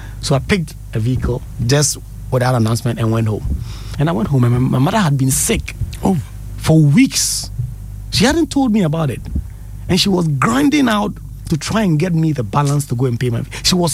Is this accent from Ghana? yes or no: yes; Ankase, Ghana; now in Accra, Ghana; I grew up in Ankase.